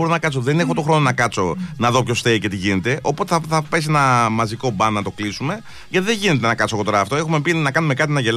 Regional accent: Aigio, Western Greece, Greece; στο χωριό μου, στο Αίγιο.

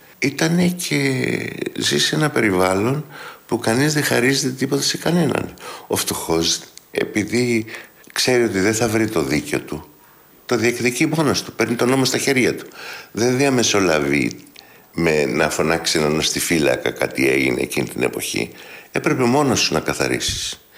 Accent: Piraeus, Attica, Greece; εγώ γεννήθηκα στην μοναδική φαβέλα γκέτο που υπήρξε ποτέ στην Ελλάδα, τα Μανιάτικα.

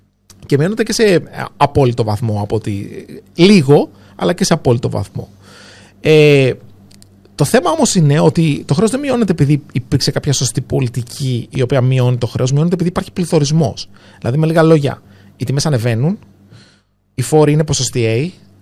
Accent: Greece; now in Singapore; εγώ που είμαι Έλληνας

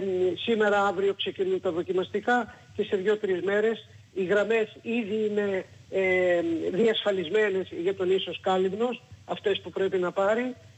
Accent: Greece; πρέπει όλοι μαζί είμαστε Έλληνες

